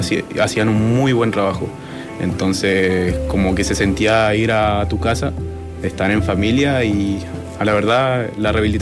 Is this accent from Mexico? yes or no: no; Calbuco, Los Lagos, Chile; Bueno, yo nací en Calbuco, nacido y criado en esa hermosa ciudad.